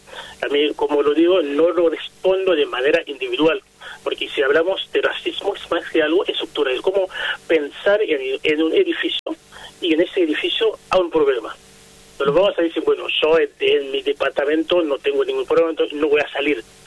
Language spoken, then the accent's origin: Spanish; Port-au-Prince, Ouest, Haiti; now in Rosario, Argentina; Soy de Puerto Príncipe, la capital, ¿no? Ahí se mueve toda la parte económica, política de Haití. La casa, por ejemplo, en este barrio donde nací, donde crecí, mi familia, que gracias, no vive más ahí.